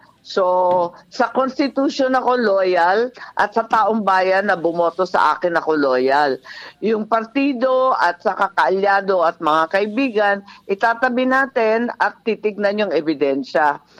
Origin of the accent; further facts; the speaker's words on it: Ilocos Region, Philippines; Ang lapit sa Ilocos, mas malapit ang Kaohsiung kaysa sa Manila sa amin sa Ilocos.